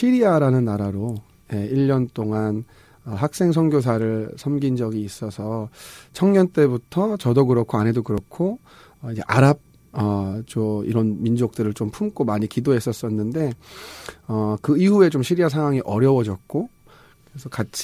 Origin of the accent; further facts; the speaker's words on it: Amherst, Massachusetts, United States; 저는 10살 때 이제 부모님과 함께 미주 동부 보스톤 근처에 있는 작은 동네 에머스트라는 곳으로 이민을 와서 거기서 자랐습니다.